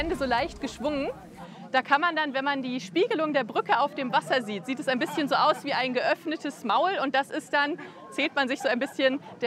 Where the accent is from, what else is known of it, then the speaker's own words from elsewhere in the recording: Baunatal, Hesse, Germany; moved away as an adult; also born or lived in Hamburg / Vienna / Japan; ich komme zwar hier aus Baunatal, aus der Gegend